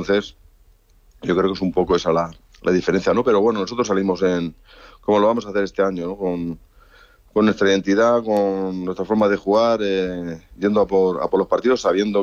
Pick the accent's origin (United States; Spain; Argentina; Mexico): Spain; Valencian Community; yo soy valenciano, sabéis que yo siempre he estado, y bueno, pues nací en el Levante, se puede decir.